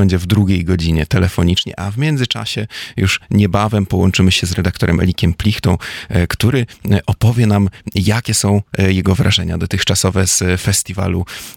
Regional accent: Gdańsk, Pomeranian Voivodeship, Poland; now in Darmstadt, Germany; Ich komme auch selbst aus Danzig

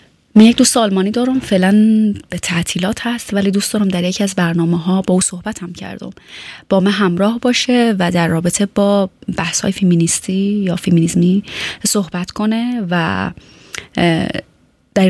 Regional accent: Afghanistan; ما و شما هم از افغانستان آمدیم، بهتره که آبروداری کنیم.

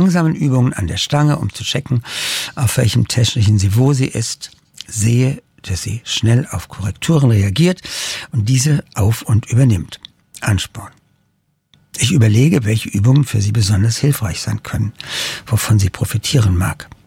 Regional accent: Darmstadt, Hesse, Germany; geht die Sonne unter, hinter den Darmstädter Palmen. Ein plässlich rosa Himmel und ich freue mich an meiner Heimatstadt.

